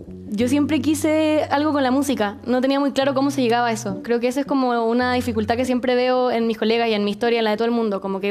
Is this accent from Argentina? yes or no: no; Chile; born there; also born or lived in Peru; Y cuando yo nací, mis papás vivían en Perú. Yo nací allá, mi hermano también, somos todos peruanos, pero mi mamá es chilena y al tiempo después, la vida, circunstancias familiares, la separación de mis papás, muchas cosas, terminamos volviendo a Chile.